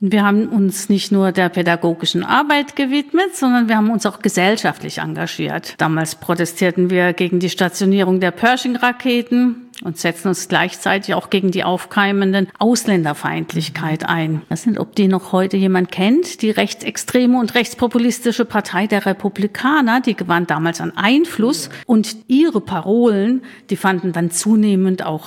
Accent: Karlsruhe, Baden-Württemberg, Germany; now in Schriesheim, Germany; Also als erstes würde ich sagen, ich komme aus Karlsruhe. Aber das hört man ganz sicher ganz gut am Dialekt, den konnte ich nie ablegen. Seit 40 Jahren lebe ich dort nicht mehr und seit 26 Jahren in Schriesheim mit Mann und Hund.

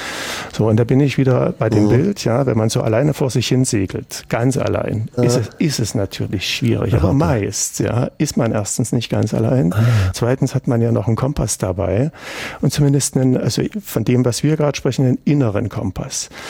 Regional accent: Germany; also ich bin in der DDR groß geworden

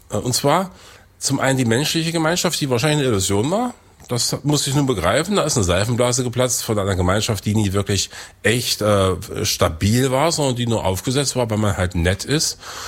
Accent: Weißenfels, Saxony-Anhalt, Germany; Ja, ich bin in Eisleben geboren, in Weißenfels aufgewachsen. Also das ist mein Ursprungsfluidum dieser proletarisch geprägte Kultur des Industriedreieckes.

